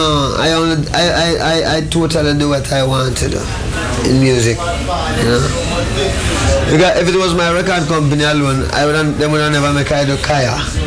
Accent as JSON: {"language": "English", "country": "Jamaica", "tie": "born or raised there", "said": "Because during my time growing up in Jamaica, from I reached 16, 17, from I reached 18, I never stopped running from police till I had 32."}